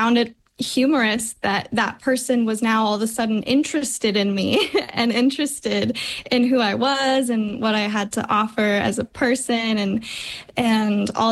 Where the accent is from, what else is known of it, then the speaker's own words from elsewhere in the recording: Montana, United States; I'm from Montana originally, and I grew up in a pretty musical family.